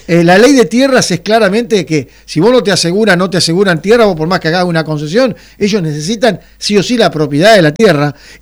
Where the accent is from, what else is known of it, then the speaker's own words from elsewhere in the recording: Argentina; me afecta a mí como argentino.